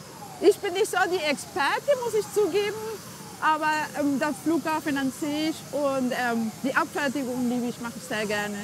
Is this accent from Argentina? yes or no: yes; Argentina; German is a second language; moved away as an adult; now in Germany; Ich bin aus Argentinien.